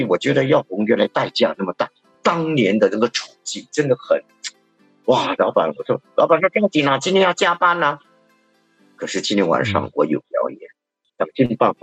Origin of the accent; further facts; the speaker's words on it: Singapore; 你知道我们新加坡人吃在富靠达吃东西以后